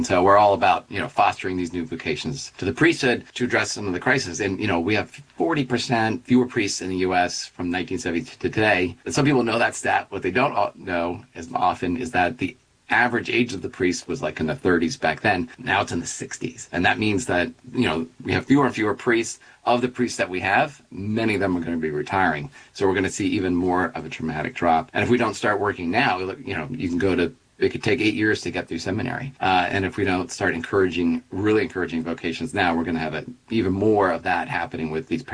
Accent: Philadelphia, Pennsylvania, United States; I'm from Philadelphia, We have parishes that are closing and merging.

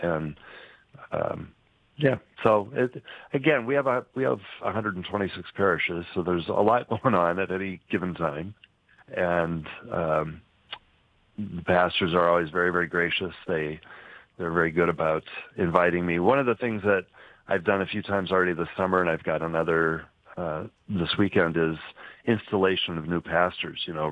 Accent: Omaha, Nebraska, United States; I grew up in Omaha, so I didn't have that much interaction with him

